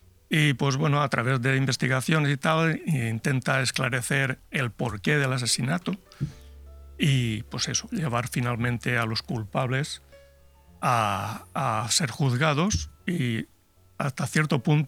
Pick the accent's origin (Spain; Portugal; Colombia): Spain; lo que hoy en día conocemos como españoles.